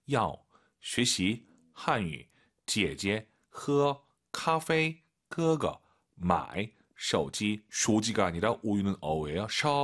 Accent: Beijing, China; moved away; 저는 북경 출신이기 때문에

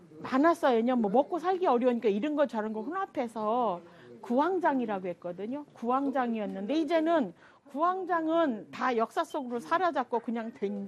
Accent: Gongju, South Chungcheong, South Korea; now in Hongseong, South Korea; 제가 원래 공주인데 공주에는 제 고향 같지가 않아요. 근데 여기서 한 40년 살으니까 여기가 내 고향.

